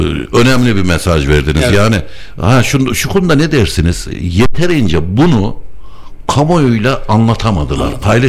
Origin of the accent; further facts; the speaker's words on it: Şuhut, Afyonkarahisar, Turkey; Biliyorsunuz ben de Şuhutluyum. Şuhut'a da sık sık gidip gelen bir gazeteciyim.